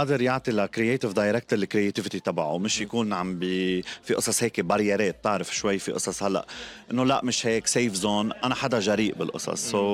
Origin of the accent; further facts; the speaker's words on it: Lebanon; حقيقتنا نحن كلبنانية يلي ولا بعمرنا عرفنا كيف نستسلم